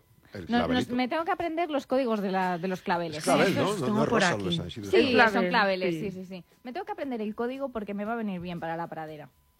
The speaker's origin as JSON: {"language": "Spanish", "town": "Madrid", "region": "Community of Madrid", "country": "Spain", "said": "Más aprender a bailar el chotis, que para algo somos madrileñas."}